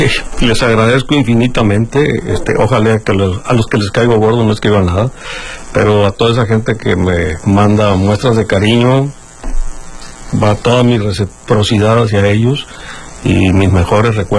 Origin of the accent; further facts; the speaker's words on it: Navojoa, Sonora, Mexico; born there; now in Baja California Sur, Mexico; soy sonorense de nacimiento, de Navojoa, pero con calidad de exportación.